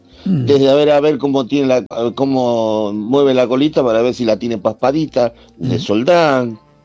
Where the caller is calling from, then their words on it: Villa Ballester, Buenos Aires Province, Argentina; de Villa Ballester.